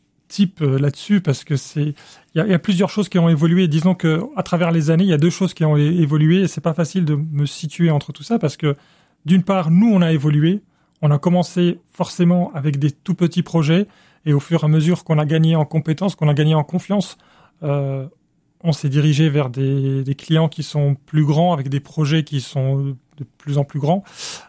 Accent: Cairo, Cairo Governorate, Egypt; now in Limoges, France; J'ai tellement été traumatisé par ça pendant toute mon enfance au Caire que je suis très content d'être à Limoges.

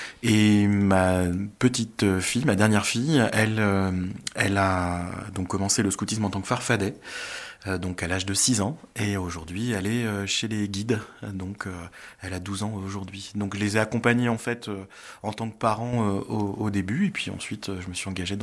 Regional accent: Brittany, France; moved away; je suis breton d'origine.

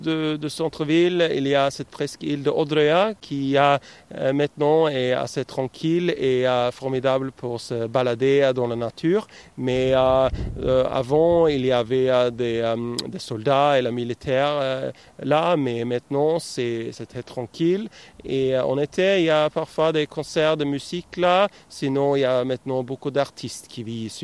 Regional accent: Oslo, Norway; born there; French is a second language; moved away as an adult; now in Kristiansand, Norway; Je suis né à Oslo, mais j'habite ici depuis 2021. Et oui, c'est un très agréable endroit pour vivre, je trouve.

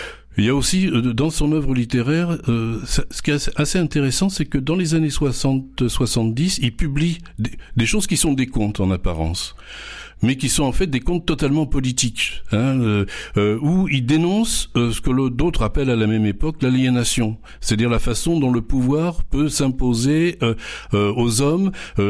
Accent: Provence-Alpes-Côte d'Azur, France; Moi, je suis des Alpes du Sud, hein, donc c'est assez loin de l'Hérault, où c'est toujours la même langue.

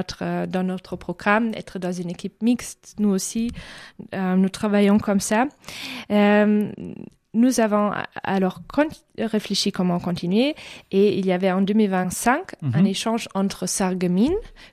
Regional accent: Germany; accent: German; French is a second language; moved away; also born or lived in Italy; Moi, je ne suis pas italienne, je suis allemande, mais j'ai vécu en Italie.

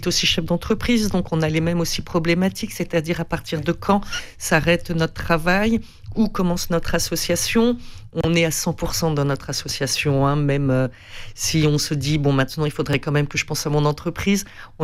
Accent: Paris, Île-de-France, France; now in Montpellier, France; je suis parisienne

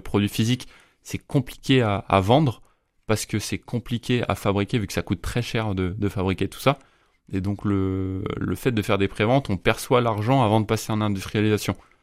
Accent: Brittany, France; j'ai grandi dans les Côtes d'Armor et maintenant j'ai fait mes études en Ille-et-Vilaine, enfin à Rennes.

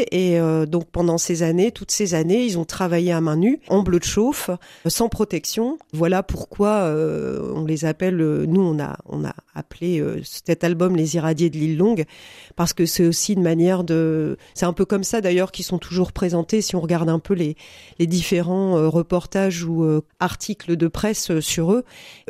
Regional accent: Grand Est, France; now in Brest, France; moi, je viens pas d'ici. Donc, j'avais jamais entendu parler de cette histoire puisque je viens de l'Est de la France et je le raconte aussi dans ce livre. Ça fait maintenant une quinzaine d'années que je suis sur Brest.

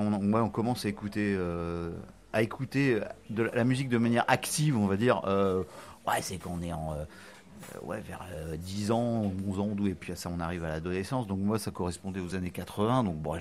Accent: Brest, Brittany, France; also born or lived in Paris; je suis né à Brest, ouais, j'ai passé mon enfance à Brest, j'ai un peu bougé, voilà, Plougastel, Quimper, puis je suis revenu à Brest pour mes études

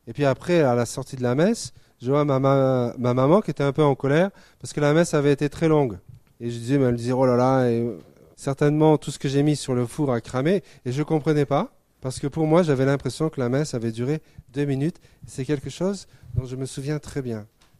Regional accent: Provence-Alpes-Côte d'Azur, France; now in Allier, France; J'ai grandi dans une très belle région qui s'appelle la Provence, dans le sud de la France.

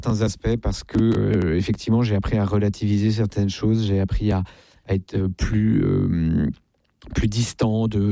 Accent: Versailles, Île-de-France, France; born there

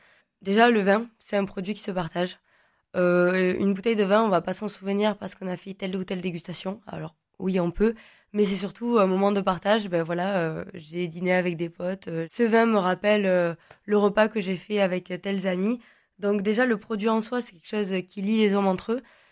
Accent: Occitanie, France; first language Occitan; French is a second language; J'ai grandi entre les oliviers et les vignes languedociennes. Ma langue maternelle, c'est l'occitan.

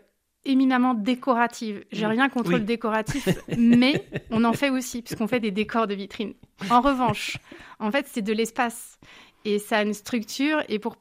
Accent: Dijon, Bourgogne-Franche-Comté, France; moved away as an adult; also born or lived in Paris; Je suis revenue m'installer à Dijon, ma ville natale

